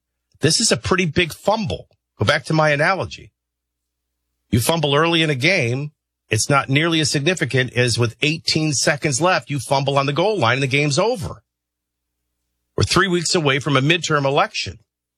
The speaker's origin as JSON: {"language": "English", "town": "Chicago", "region": "Illinois", "country": "United States", "tie": "born or raised there", "moved": "yes", "said": "I grew up in Chicago."}